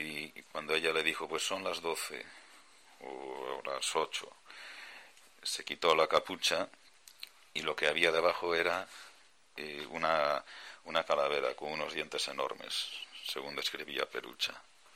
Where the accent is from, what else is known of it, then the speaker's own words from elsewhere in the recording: Moaña, Galicia, Spain; en mi pueblo, en Moaña